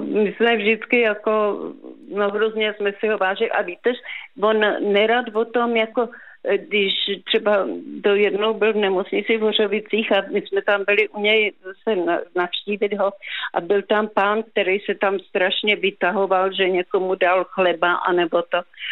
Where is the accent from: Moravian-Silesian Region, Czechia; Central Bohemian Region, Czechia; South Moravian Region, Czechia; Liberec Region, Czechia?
Central Bohemian Region, Czechia; Skryje; Ne, já pocházím ze Skrej